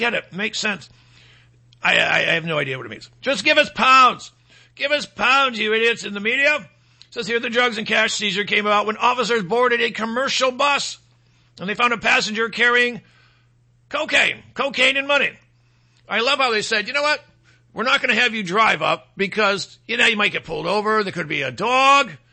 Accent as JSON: {"language": "English", "country": "United States", "said": "I'm an American."}